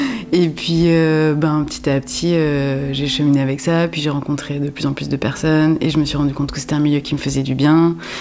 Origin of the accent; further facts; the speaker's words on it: Occitanie, France; born there; also born or lived in Montpellier; now in La Guépie, France; Et moi je suis originaire de vers Montpellier, entre Montpellier et Larzac quoi. C'était un milieu très rural. En fait en vrai j'ai grandi à Montpellier dans un squat jusqu'à mes 6-7 ans. Et puis ensuite, je suis partie dans un tout petit village avec ma maman, qui s'appelle Les Sals. C'est vers le plateau du Larzac, quoi.